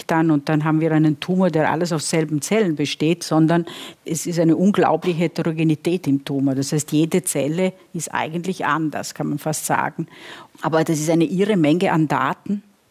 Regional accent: Italy; moved away; Also ich selber bin ja auch Italienerin

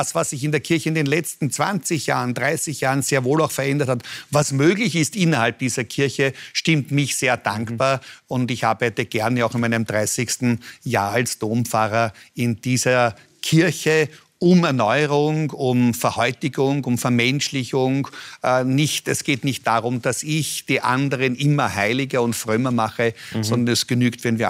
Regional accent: Vienna, Austria; Da sitze ich als Kind am Maurerberg außerhalb meines Gemeindebaus im Blick hinunter auf Mauer und Rodauen. Und ich habe eine glückliche Kindheit gehabt.

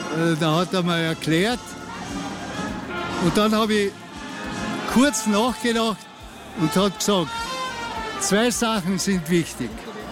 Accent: Villach, Carinthia, Austria; Dipsuppen, die wir da traditionell bei uns in Villach kochen, ist das Fleisch nach dem Kochen.

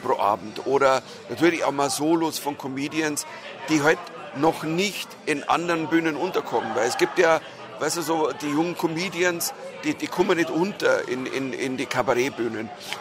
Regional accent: Bavaria, Germany; weil ich nicht komme als Deutscher, der die Österreich belehren will, sondern ich komme als A, auch als Bayer.

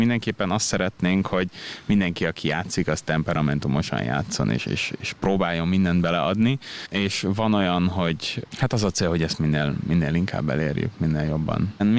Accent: Sopron, Győr-Moson-Sopron, Hungary; born or raised there; also born or lived in Budapest / Páty / Milan; now in Vienna, Austria

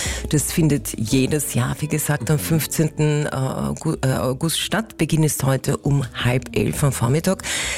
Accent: Carinthia, Austria; Als Rosentalerin.

